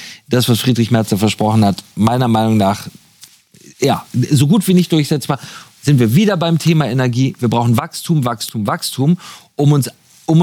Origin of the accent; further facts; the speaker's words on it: Germany; wir als Deutsche